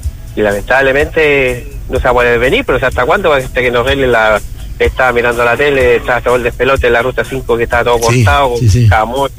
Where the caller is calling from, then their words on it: Antofagasta, Chile; estoy aquí en Antofagasta